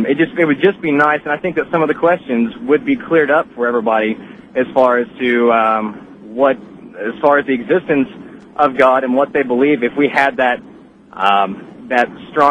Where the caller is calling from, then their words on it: Roanoke, Virginia, United States; I am in Roanoke, Virginia, traveling on the road.